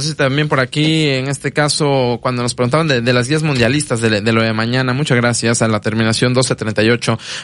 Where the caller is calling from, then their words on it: Frontera, Tabasco, Mexico; Un saludo desde el puerto de Frontera y también en Centla, Tabasco … para ustedes que son especialistas.